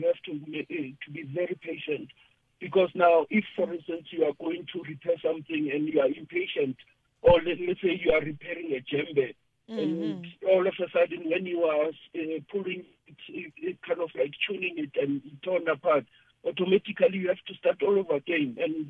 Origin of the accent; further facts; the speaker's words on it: South Africa; oh, where are you from? I'm from South Africa.